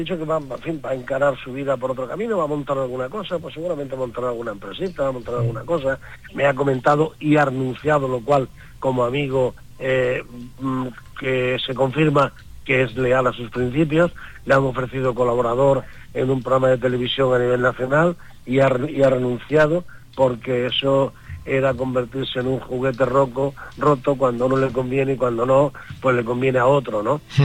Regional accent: Villanueva de la Serena, Extremadura, Spain; moved away; Estoy en mi tierra natal, estoy en mi pueblo, en Villanueva de la Serena.

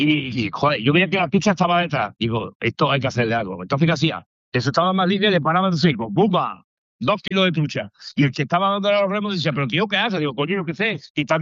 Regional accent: Córdoba, Andalusia, Spain; moved away as an adult; now in Logroño, Spain; pues yo llevo pescando de chaval, ahí en Córdoba, a los barbos y a las carpas. Pero cuando me vine aquí ya a Logroño, ya tenía 30 años

